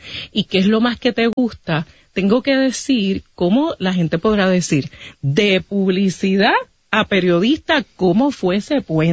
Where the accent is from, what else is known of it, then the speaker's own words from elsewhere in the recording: Guaynabo, Puerto Rico; la escuela de este mismo pueblo de Guaynabo, donde está la estación, la escuela Margarita Janer Palacios, de donde yo me gradué